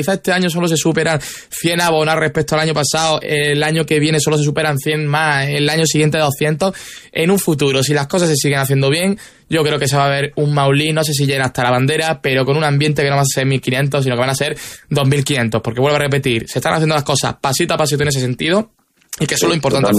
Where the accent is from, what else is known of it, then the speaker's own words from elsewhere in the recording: Valle de Abdalajís, Andalusia, Spain; soy del Valle de Adalají, que tengo el Antequera a 15-20 minutos